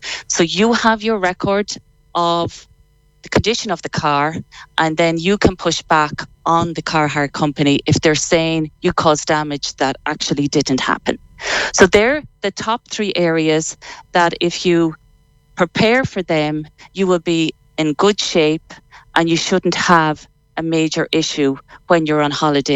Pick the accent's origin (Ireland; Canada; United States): Ireland; Sligo, Connacht; Born and bred in Sligo Town, so I'm not far from you.